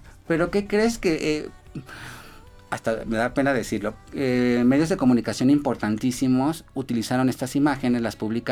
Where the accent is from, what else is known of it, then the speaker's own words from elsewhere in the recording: Mexico; no hay como las mexicanas, como los mexas